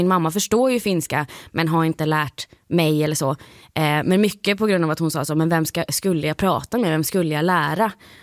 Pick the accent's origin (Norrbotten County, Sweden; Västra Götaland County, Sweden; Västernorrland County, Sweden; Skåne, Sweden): Norrbotten County, Sweden; Luleå; now in Stockholm, Sweden; jag kommer från Luleå, som alla hör, så har jag någon slags konstig stockholmska som jag sitter här.